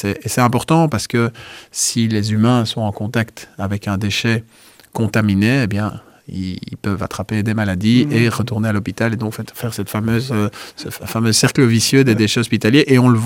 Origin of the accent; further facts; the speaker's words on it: Liège, Wallonia, Belgium; belge, wallonne, montoise, mais avec le cœur liégeois, parce que moi-même, je suis liégeois.